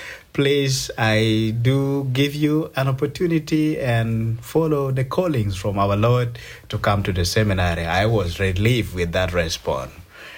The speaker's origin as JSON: {"language": "English", "country": "Uganda", "moved": "as an adult", "lives_now": "United States", "said": "I'm from Uganda, Africa, in East Africa."}